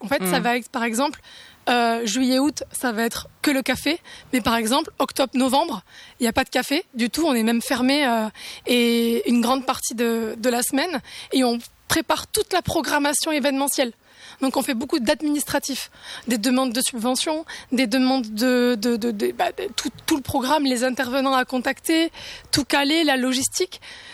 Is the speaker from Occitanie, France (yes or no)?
yes; Luz-Saint-Sauveur, Occitanie, France; also born or lived in Alps